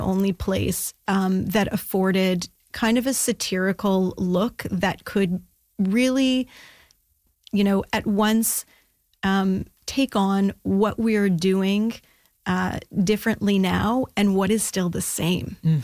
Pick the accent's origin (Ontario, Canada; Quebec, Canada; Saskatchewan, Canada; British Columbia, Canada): Ontario, Canada; Ottawa; I'm actually from Ottawa originally